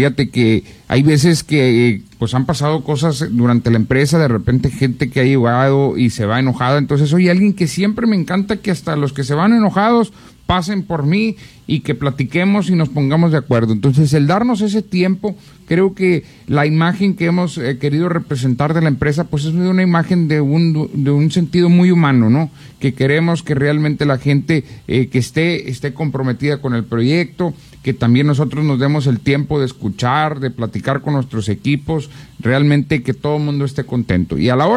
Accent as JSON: {"language": "Spanish", "town": "Nuevo Laredo", "region": "Tamaulipas", "country": "Mexico", "said": "para todos los que somos de Nuevo Laredo"}